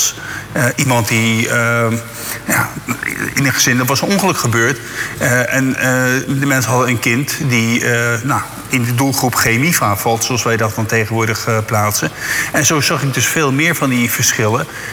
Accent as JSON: {"language": "Dutch", "town": "Zwijndrecht", "region": "South Holland", "country": "Netherlands", "tie": "born there", "said": "Kijk, ik ben geboren in Zwijndrecht. Ik ben geboren in de Vermeerstraat. En dat was een nieuwbouwgebied."}